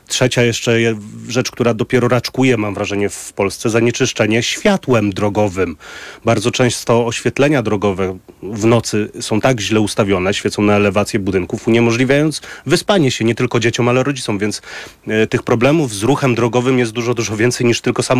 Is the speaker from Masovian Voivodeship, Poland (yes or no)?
yes; Warsaw, Masovian Voivodeship, Poland; jestem z Warszawy, urodzonym warszawiakiem, więc podstawówkę miałem pod blokiem właściwie też